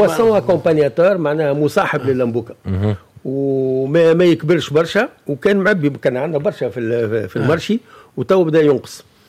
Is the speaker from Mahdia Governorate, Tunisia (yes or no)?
yes; Mahdia Governorate, Tunisia; احنا شولا عندنا في الساحل في المهدية راتشولا، ولا تشولا زاد يقولوا راتشولا